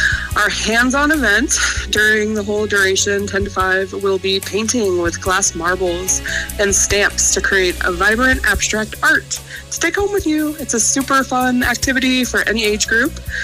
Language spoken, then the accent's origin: English; St. Louis, Missouri, United States; now in Benicia, United States; I'm originally from St. Louis, but almost been in California longer, so love it here.